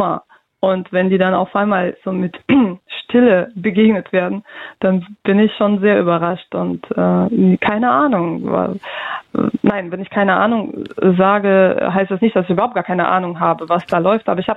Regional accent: Russia; now in Germany; wenn ich sage, ja, ich komme aus Russland, das ist denen egal, woher ich komme.

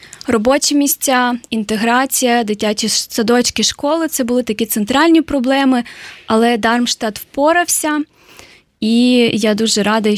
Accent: Ukraine; So, als Ukrainer, wir bedanken uns bei Ihnen und bei Darmstadt und bei Deutschland für die Unterstützung.

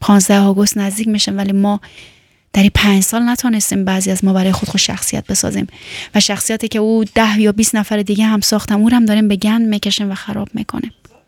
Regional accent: Afghanistan; چون وقتی که میگی من از افغانستان هستم، هموطنهای تو انقدر گل کاشتن که تو دیگه جایی نمیبینی که حرف بزنی و بالاخره سر صحبت باز کنی که من از افغانستان هستم.

